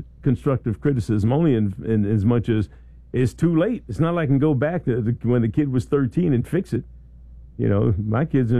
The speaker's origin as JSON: {"language": "English", "town": "Philadelphia", "region": "Pennsylvania", "country": "United States", "said": "I'm from Philly."}